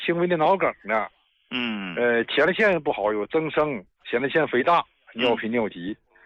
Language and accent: Chinese; Qiqihar, Heilongjiang, China; 我是黑龙江齐齐哈尔的。